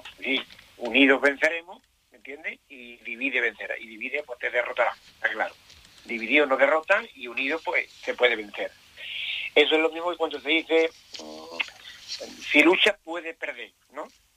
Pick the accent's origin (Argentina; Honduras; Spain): Spain; Campillo, Andalusia; born there; now in El Coronil, Spain; Bueno, mi pueblo donde nací es Campillo, pero bueno, vivo en el Coronil, ya llevo aquí viviendo... Pues 60 años.